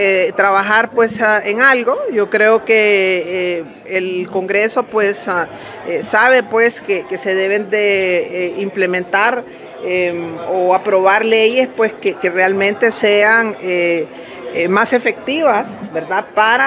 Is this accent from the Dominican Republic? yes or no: no; Honduras; nosotros como hondureños